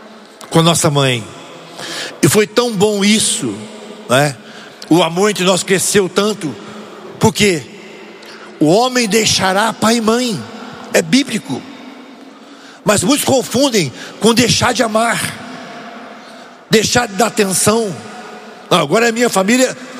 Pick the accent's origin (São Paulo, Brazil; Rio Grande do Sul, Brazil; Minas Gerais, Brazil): Minas Gerais, Brazil; Itajubá; Eu passei minha infância em Itajubá, a terra dele.